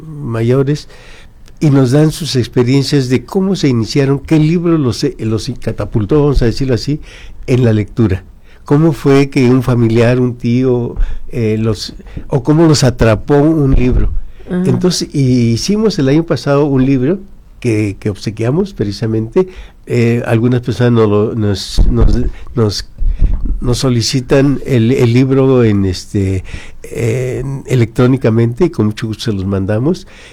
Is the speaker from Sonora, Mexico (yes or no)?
no; Tijuana, Baja California, Mexico